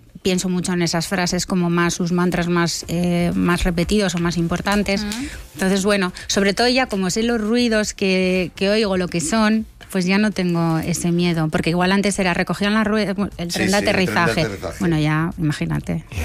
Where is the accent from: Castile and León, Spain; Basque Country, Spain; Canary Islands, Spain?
Basque Country, Spain; Bilbao